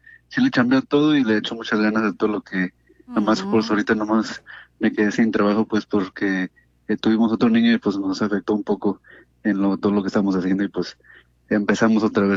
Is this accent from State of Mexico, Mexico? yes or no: no; Jalisco, Mexico; now in Santa Ana, United States; Yo soy de aquí, de Santana, pero yo soy originario de Jalisco.